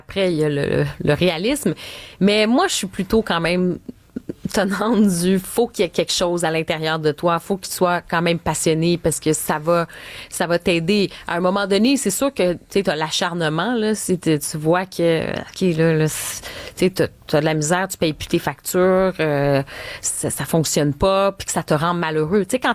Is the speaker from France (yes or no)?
no; Quebec, Canada; je suis québécoise, puis j'ai le Québec qui est tatoué, puis j'appartiens à cette société. Mais le fait d'avoir un pied en Europe, un pied ici au Québec